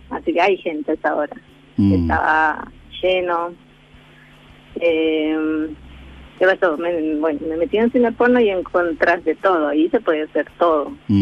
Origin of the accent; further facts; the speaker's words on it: Buenos Aires, Argentina; born there; yo soy de Buenos Aires. De familiares papás bolivianos.